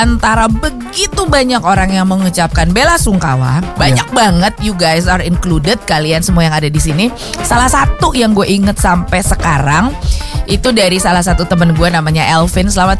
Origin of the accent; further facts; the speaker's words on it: Manado, North Sulawesi, Indonesia; gue Manado